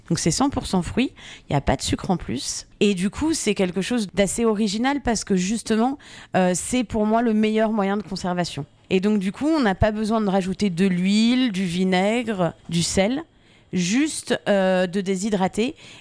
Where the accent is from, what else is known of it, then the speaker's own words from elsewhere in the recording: Nancy, Grand Est, France; now in Moussey, France; je suis originaire de Nancy, donc qui est la grande ville pas très loin d'ici.